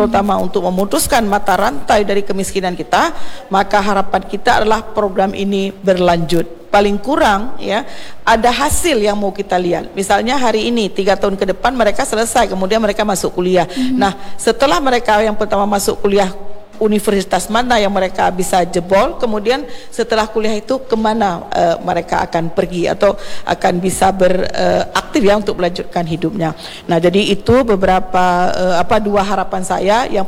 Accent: Aceh, Indonesia; kita Aceh Besar

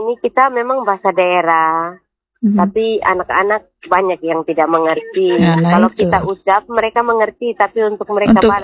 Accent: Rote, East Nusa Tenggara, Indonesia; moved away

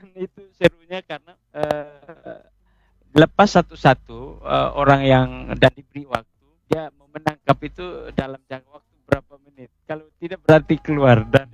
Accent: East Nusa Tenggara, Indonesia; istilah orang-orang kami orang Atun itu bilang klis.

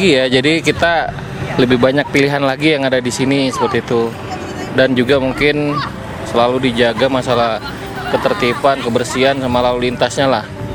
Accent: Tarakan, North Kalimantan, Indonesia; Bukan, kita dari Tarakan.

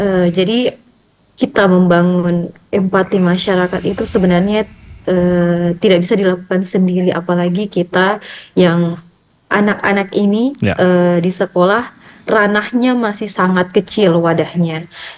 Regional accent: Tolitoli, Central Sulawesi, Indonesia; kita sebagai warga Toli-Toli yang gemar gotong royong

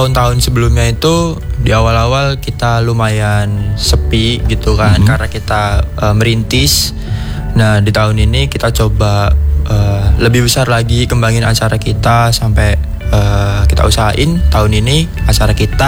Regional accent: Lampung, Indonesia; Ketika kita menggabungkan tanah dan lado itu adalah sebuah branding yang kita coba angkat bahwasannya kita tuh berasal dari Lampung gitu

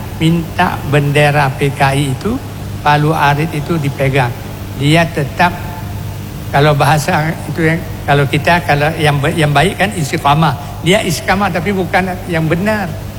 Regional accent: Aceh, Indonesia; Saya orang Aceh karena pergi haji bukan dari Aceh, enggak dapat juga.

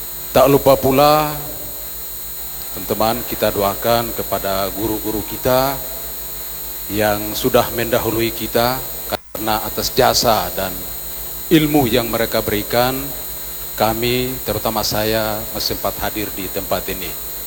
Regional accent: Ternate, North Maluku, Indonesia; also born or lived in Bacan, South Halmahera / Manado; Saya lahir di Bacan, Halmahera Selatan, menyelesaikan SD sampai perguruan tinggi S1 di Kota Ternate

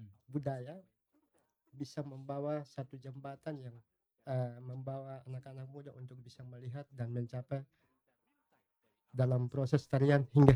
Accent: East Nusa Tenggara, Indonesia; tapi kami juga ingin menunjukkan bahwa ini loh budaya kami, ini seni kami sebagai warga NTT.

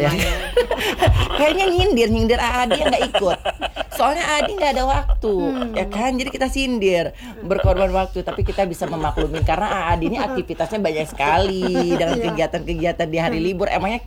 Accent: West Java, Indonesia; kita orang Sunda ya, Jawa Barat

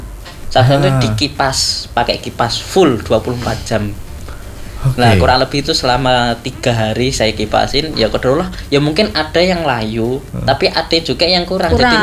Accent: Java, Indonesia; kita sebagai orang Jawa

